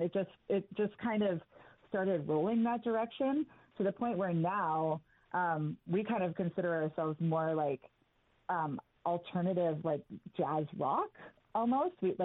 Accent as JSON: {"language": "English", "town": "Vancouver", "region": "British Columbia", "country": "Canada", "said": "I'm one of the singers and songwriters in … So I'm from Vancouver"}